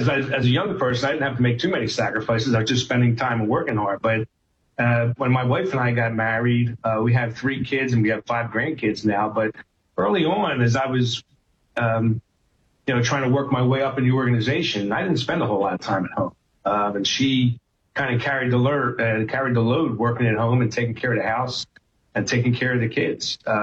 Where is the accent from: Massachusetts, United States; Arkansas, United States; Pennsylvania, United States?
Pennsylvania, United States; Philadelphia; I grew up in Philadelphia in the Port Richmond section. I am the youngest of three. I have two older sisters.